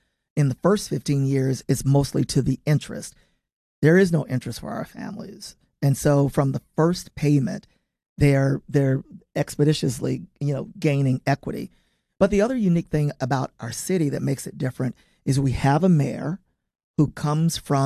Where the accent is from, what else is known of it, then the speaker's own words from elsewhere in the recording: Somerville, Tennessee, United States; You know, I grew up out in Somerville in the neighboring county, Fayette County, in an old dilapidated house with no central air and heat.